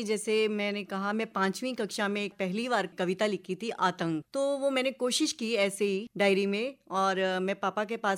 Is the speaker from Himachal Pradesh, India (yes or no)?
yes; Guler, Himachal Pradesh, India; now in Dharamshala, India; हमारा गाँव गुलेर था और पिताजी यहाँ पर राजकीय महाविद्यालय धर्मशाला में नौकरी करते थे। तो फिर हम सब गुलेर से यहाँ पर शिफ्ट हो गए, लेकिन गांव हमसे कभी छूटा नहीं। गांव में आज भी हमारी रूह बसती है।